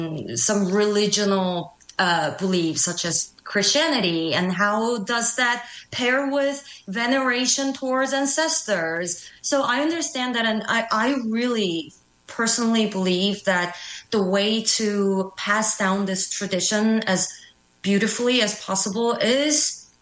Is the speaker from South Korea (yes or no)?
yes; South Korea; moved away; when I was growing up in Korea, even back from, I would say, like two decades ago